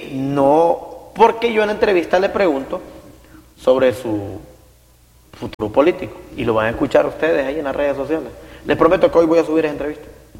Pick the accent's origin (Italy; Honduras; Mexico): Honduras